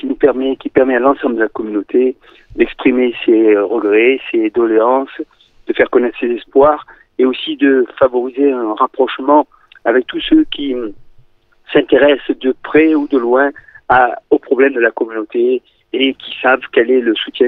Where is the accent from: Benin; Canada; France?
France; Nous sommes juifs et nous le restons. Et en tant que juifs, nous rappelons que nous sommes français avant tout